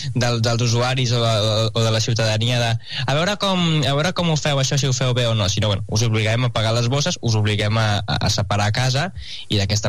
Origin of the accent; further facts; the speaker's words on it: Llinars del Vallès, Catalonia, Spain; now in Sant Esteve de Tordera, Spain; Jo sóc de Sant Esteve de la Tordera, visc aquí i també hi ha porta a porta, i sóc originari de Llinars del Vallès